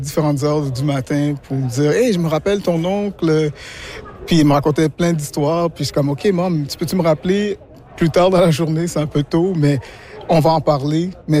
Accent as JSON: {"language": "French", "region": "Quebec", "country": "Canada", "said": "puisque je suis Québécois d'origine haïtienne"}